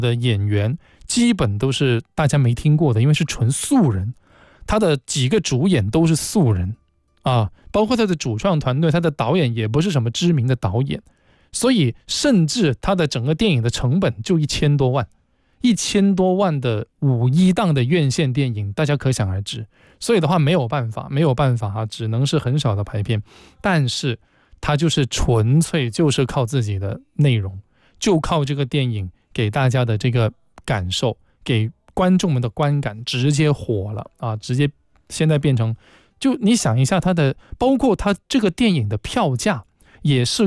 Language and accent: Chinese; Guangzhou, Guangdong, China; 就像我一个广州人